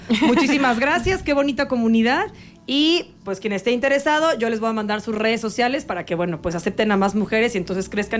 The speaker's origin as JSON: {"language": "Spanish", "town": "El Marqués", "region": "Querétaro", "country": "Mexico", "said": "Acá yo soy del Marqués y hace dos fines empecé a ir con ellas."}